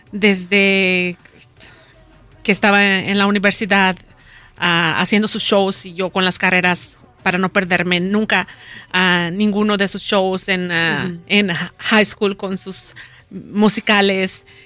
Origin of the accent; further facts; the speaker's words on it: Durango, Mexico; now in Chicago, United States; Nosotros venimos de México.